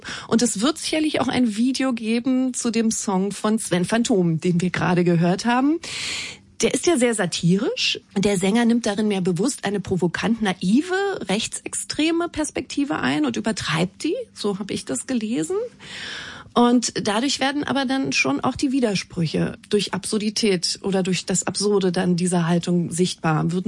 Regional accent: East Germany, Germany

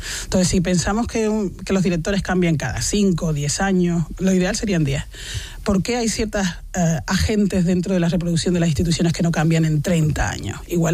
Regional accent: Canary Islands, Spain; accent: Canarian; also born or lived in Córdoba; Sí. Yo es que me siento muy canaria. Cordobesa también

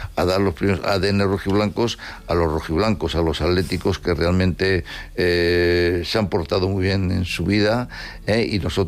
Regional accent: Madrid, Community of Madrid, Spain; la verdad que yo soy de Madrid

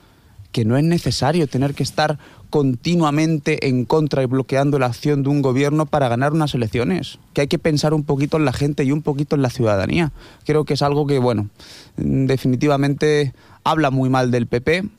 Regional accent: Castilla-La Mancha, Spain; como demócrata y como castellano manchego

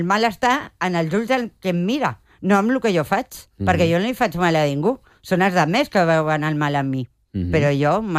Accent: Barcelona, Catalonia, Spain; jo soc de Barcelona

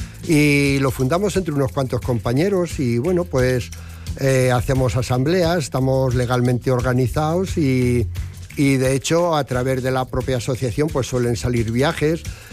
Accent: Briviesca, Castile and León, Spain; yo soy un amante de mi provincia. Y primero te diría mi pueblo, que Briviesca

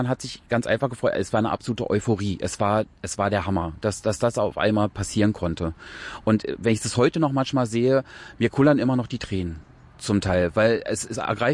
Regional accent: Berlin, Germany; Wir sind alle Berliner, da wird kein Unterschied gemacht.

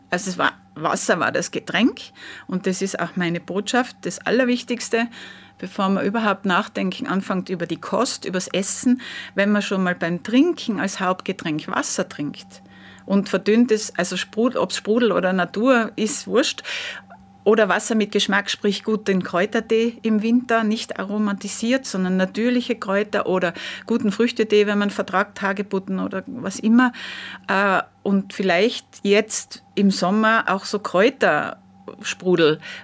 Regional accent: Innsbruck, Tyrol, Austria; born or raised there

